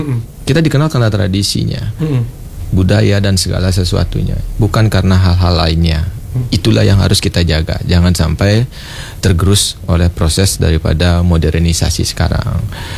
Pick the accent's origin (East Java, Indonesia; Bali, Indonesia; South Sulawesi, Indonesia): Bali, Indonesia; Kita bisa merubah pola pikir kita sebagai orang Bali